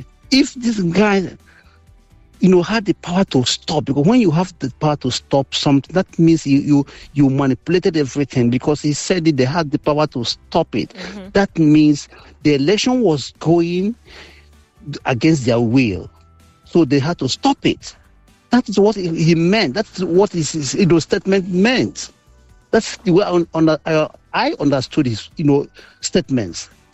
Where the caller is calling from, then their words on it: Igboland, Nigeria; I am an African, I'm a Nigerian, I'm a Igbo guy.